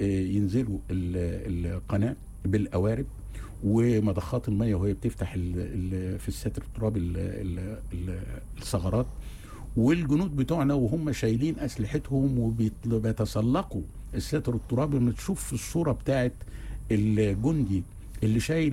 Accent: Egypt; حتى احنا كضباط مصريين في التدريب

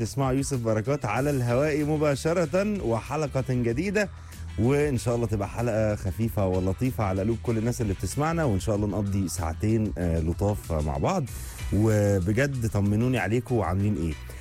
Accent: Egypt; النهارده هنتكلم في حاجه مهمه جدا، وهي حاجة مهمة لينا كلنا كمصريين.

